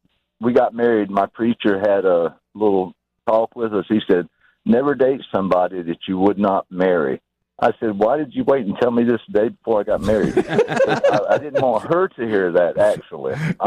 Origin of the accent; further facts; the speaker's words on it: Sanford, Florida, United States; I was from Sanford. I lived in Jacksonville at that time, and it was a good stint.